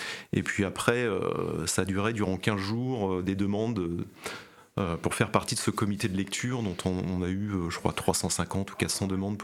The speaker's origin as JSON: {"language": "French", "region": "Normandy", "country": "France", "tie": "born there", "said": "je suis né dans la Manche"}